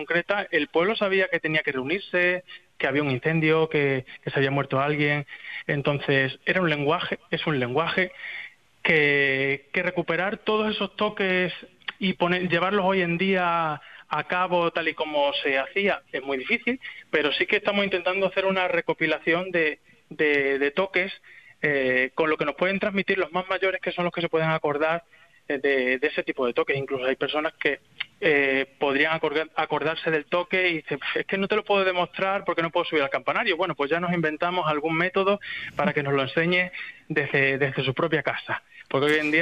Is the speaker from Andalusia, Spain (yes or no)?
no; Alange, Extremadura, Spain; te pongo el ejemplo de mi pueblo, yo soy de Alange